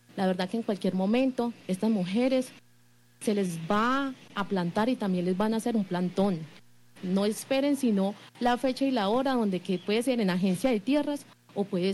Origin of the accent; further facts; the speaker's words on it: Santa Rosa de Cabal, Risaralda, Colombia; como mujeres campesinas que somos de Santa Rosa de Cabal.